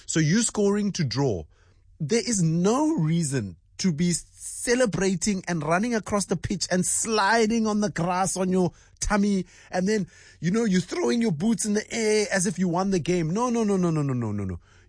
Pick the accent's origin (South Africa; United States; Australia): South Africa; I am a Bafana Bafana supporter because I am South African.